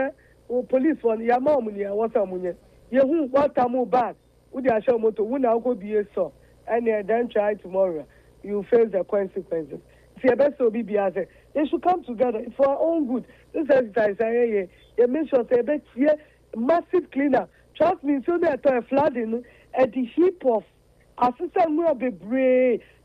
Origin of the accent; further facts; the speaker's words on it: Ghana